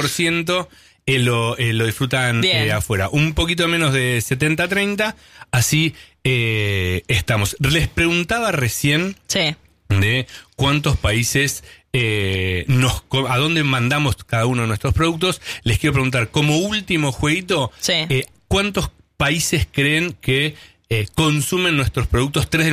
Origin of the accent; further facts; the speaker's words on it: Tucumán, Argentina; Sí, eso siempre somos tucumanos.